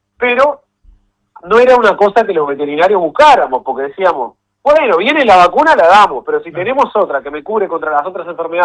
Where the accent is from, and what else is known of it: Uruguay